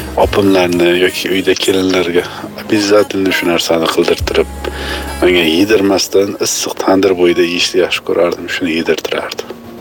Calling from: Samarqand Region, Uzbekistan; shunaqa bizda bu tarafda Samarqandda pichak deydi.

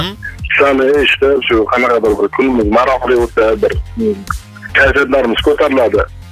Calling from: Tashkent, Uzbekistan; Sergelidanman.

